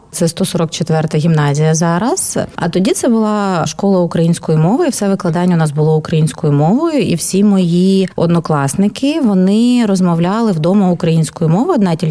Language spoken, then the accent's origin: Ukrainian; Kyiv, Ukraine; born there; Я народилася в місті Києві в 1979 році, в минулому сторіччі.